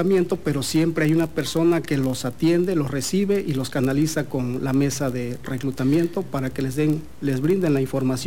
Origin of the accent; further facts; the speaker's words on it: Mexico; nosotros como mexicanos